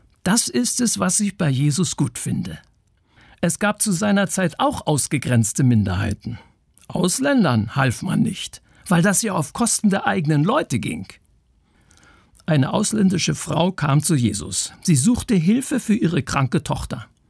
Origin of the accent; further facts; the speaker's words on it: East Germany, Germany; Ich bin in der DDR zur Schule gegangen.